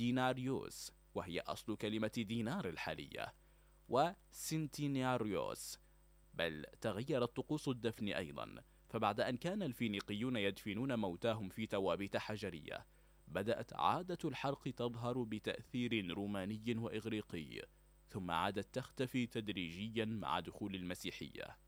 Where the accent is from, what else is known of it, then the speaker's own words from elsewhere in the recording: Libya; على أرض بلادنا ليبيا